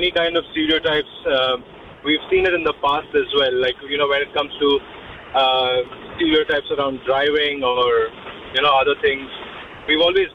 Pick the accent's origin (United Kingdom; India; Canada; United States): India; now in New Zealand; Yes, I am.